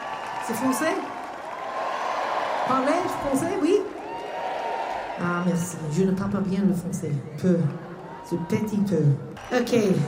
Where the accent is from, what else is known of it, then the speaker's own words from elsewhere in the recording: Scotland, United Kingdom; accent: Scottish; I'm going between French and English, because I know that everybody doesn't speak French, so I'm going to go between the two. I hope my Scottish accent is okay for you.